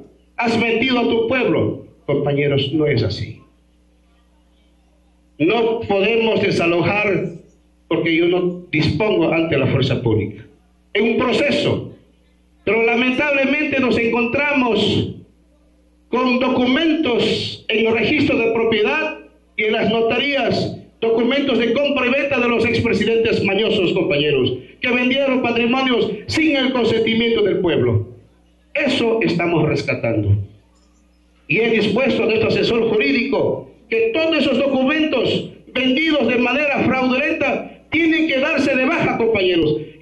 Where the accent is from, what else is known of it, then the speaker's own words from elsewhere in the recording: Morona Santiago, Ecuador; todos los Shuar que somos hijos de la FIS